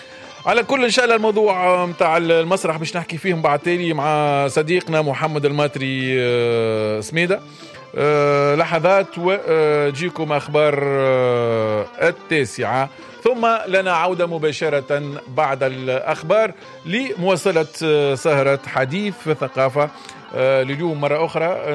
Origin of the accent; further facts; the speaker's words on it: Tunisia; احنا تونسي